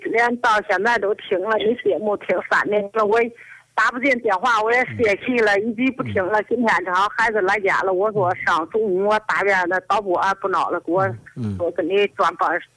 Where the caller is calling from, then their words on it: Lianyungang, Jiangsu, China; 我是江苏连云港的。